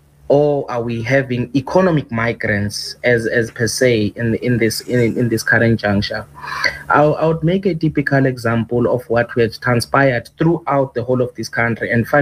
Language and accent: English; South Africa; as a South African and as a citizen of this country.